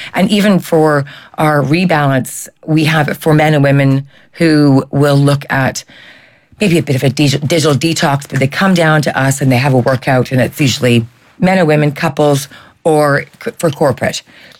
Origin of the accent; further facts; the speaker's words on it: Canada; now in Ireland; I'm obviously not Irish, I'm Canadian, but moving over here